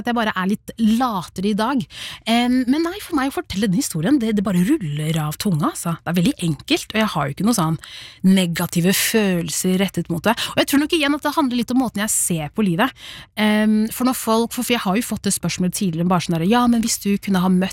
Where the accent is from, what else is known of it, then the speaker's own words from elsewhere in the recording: Rakkestad, Østfold, Norway; also born or lived in Sierra Leone; now in Oslo, Norway; da jeg var tre år gammel, så ble jeg hentet fra Sierra Leone til Norge, og bodde da der i Rakkestad kommune, fra jeg var tre år til 12 år gammel. Da flyttet vi til Oslo.